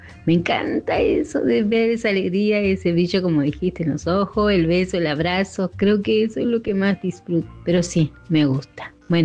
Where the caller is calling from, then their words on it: General Roca, Río Negro, Argentina; es la primera vez que te envío un mensaje. Soy de General Roca, Río Negro.